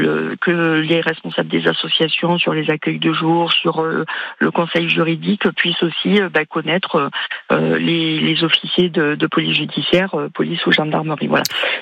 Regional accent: Occitanie, France; y compris chez moi en Lozère

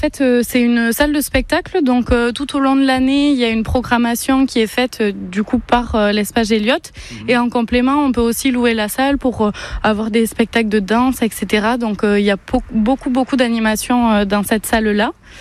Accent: Nouvelle-Aquitaine, France; now in Oloron-Sainte-Marie, France; Moi je viens du Pays Basque à la base

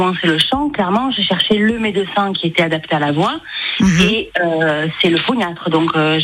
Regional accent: Toulouse, Occitanie, France; je suis toulousaine, je suis artiste lyrique.

